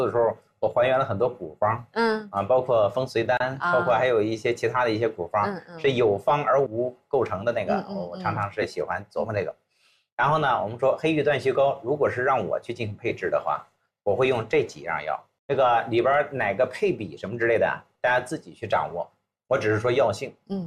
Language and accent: Chinese; Hebei, China; accent: Hebei dialect; 我们河北话